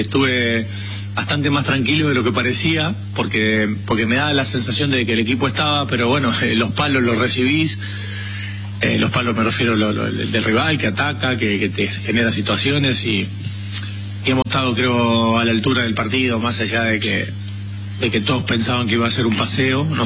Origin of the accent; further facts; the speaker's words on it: Argentina; Yo lo que digo, primero, nosotros somos Argentina. ¿Qué significa ser Argentina?